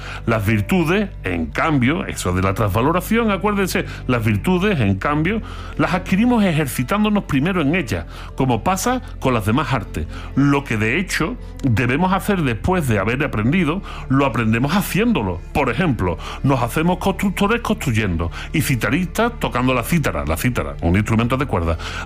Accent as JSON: {"language": "Spanish", "region": "Andalusia", "country": "Spain", "said": "Los andaluces, para el concepto de eudaimonía, sin saberlo, los propios andaluces, le damos su propio nombr"}